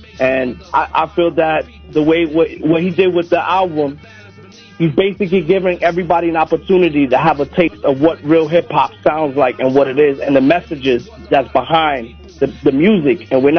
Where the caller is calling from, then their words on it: Bronx, New York, United States; I'm calling from the Bronx, New York.